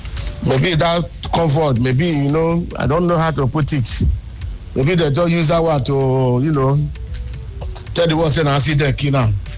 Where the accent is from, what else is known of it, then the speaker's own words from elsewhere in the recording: Port Harcourt, Rivers, Nigeria; from Port Harcourt.